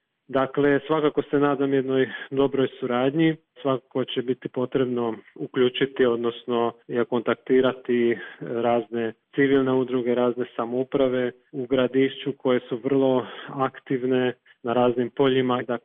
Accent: Baranya, Hungary; Ja zapravo dolazim iz Barenske regije, iz okolice Pečuha

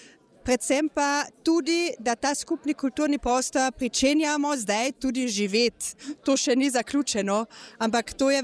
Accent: Carinthia, Austria; kot Korošica, koroška Slovenka

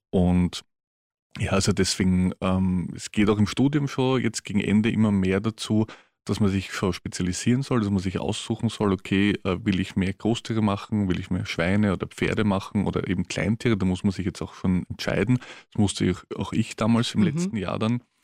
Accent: Loreto, Burgenland, Austria; also born or lived in Mödling / Gumpoldskirchen; Genau, also wir sind geboren eigentlich in Mödling, dann mit Umzug zuerst Gumpoldskirchen, dann nach, also das Haus steht irgendwo in Loreto, gehört aber eigentlich zu Leiterbrodersdorf.

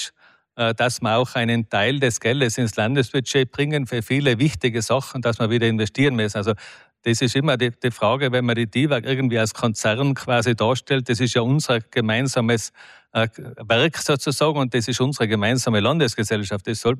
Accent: Tyrol, Austria; Ich komme aus dem Zillertal. Das Wasser im Zillertal gehört auch nicht dem Zillertal

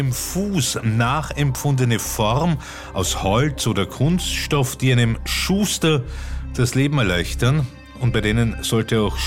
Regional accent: Carinthia, Austria; accent: Carinthian; Unser Kärntner Dialekt gehört mit einigen anderen österreichischen Dialekten zur südöstlichen Dialektgruppe im deutschen Sprachraum.

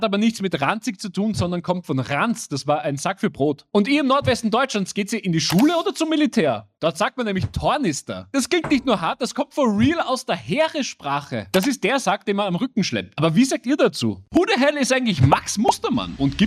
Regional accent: Austria; Mittlerweile hat sich J aber auch bei uns in Österreich durchgesetzt, obwohl es komplett unlogisch ist.

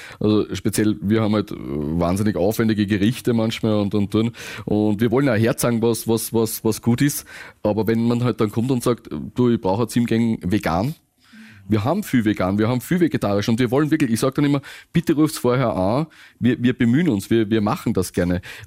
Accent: Lower Austria, Austria; ich komme aus Ösen Waldviertel, also wir haben schon viel Kraft

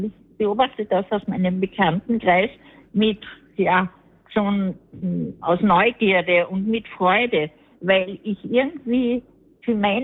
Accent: Salzburg, Austria; born there; now in Mödling, Austria; ich bin stolze, gebürtige Salzburgerin.

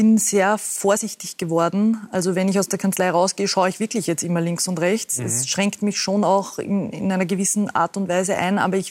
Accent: Ried im Innkreis, Upper Austria, Austria; now in Vienna, Austria; ich bin ja in Ried im Innkreis aufgewachsen

